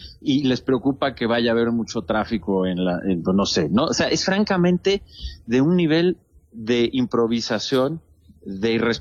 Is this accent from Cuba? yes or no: no; Mexico